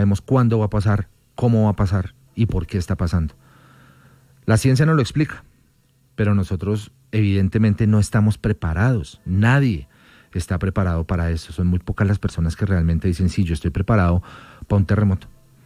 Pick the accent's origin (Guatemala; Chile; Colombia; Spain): Colombia; somos colombianos, amigos, colombianos.